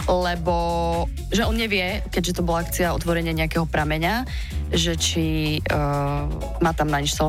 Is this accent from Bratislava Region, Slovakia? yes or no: no; Prešov, Prešov Region, Slovakia; keďže som z Prešova